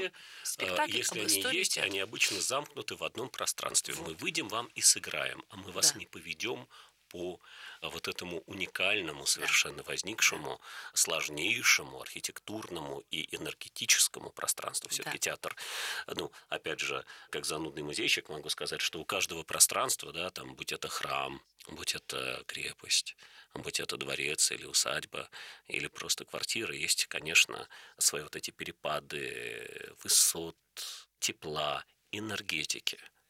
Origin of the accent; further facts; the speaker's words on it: Moscow, Russia; also born or lived in United States; потому что я вроде как москвич, но всегда был гостем столицы, потому что мы жили в Америке, мы приезжали всегда летом в театр.